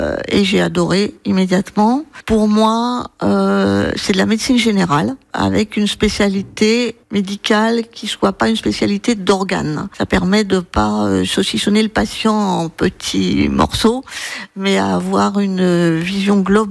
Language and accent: French; Paris, Île-de-France, France; moved away as an adult; also born or lived in Toulon; now in Provence, France; je suis née à Paris en fait, et j'ai fait toutes mes études à Paris, et une grande partie de ma carrière, tout en ayant toujours des liens très forts avec Toulon, où je venais passer toutes mes vacances sur le Pharaon.